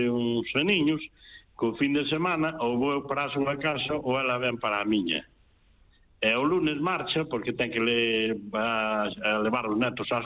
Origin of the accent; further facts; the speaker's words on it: Noia, Galicia, Spain; Eu son de Noia, señor, dixen, son de Noia